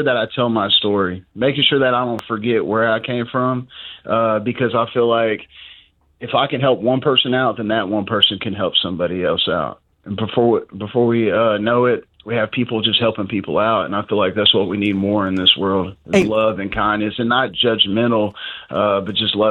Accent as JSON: {"language": "English", "town": "Indianapolis", "region": "Indiana", "country": "United States", "tie": "born or raised there", "also_born_or_lived": "Clarksville, Tennessee", "lives_now": "Tennessee, United States", "said": "I'm from Clarksville, Tennessee. Grew up in Indianapolis, Indiana. But I moved back to Tennessee in 2008."}